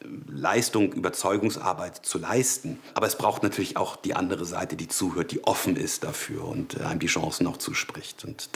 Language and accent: German; Germany; gerade für mich auch als Deutscher